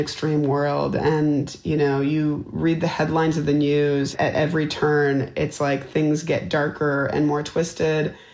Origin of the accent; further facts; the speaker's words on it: Canada; Hello, my friends! I am Canadian!